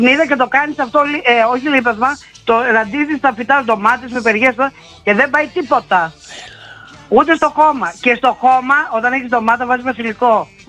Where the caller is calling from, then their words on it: Pentalofos, Greece; είμαι από την Πεντάλοφο